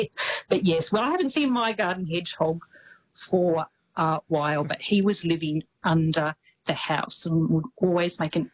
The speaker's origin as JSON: {"language": "English", "country": "Australia", "lives_now": "New Zealand", "said": "But maybe that's because I'm from Australia where things are civilised and there's lots of buses on the road, so we were raised to know you always must give way to a bus."}